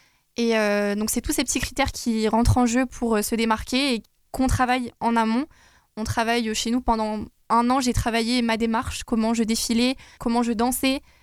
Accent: Loos, Hauts-de-France, France; dans ma ville natale, puisque j'ai beaucoup vécu, enfin, j'ai vécu presque toute mon enfance à Loos, à côté de Lille.

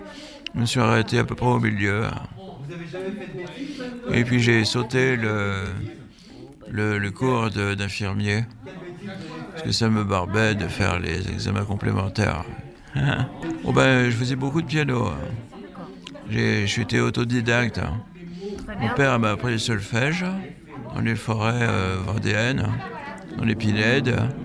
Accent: Paris, Île-de-France, France; moved away as an adult; now in Oise, France; Boulevard Montparnasse, dans le 14e. En face, c'était l'église Notre-Dame-des-Champs. C'est là que j'allais jouer avec mes copains quand j'étais petit au square.

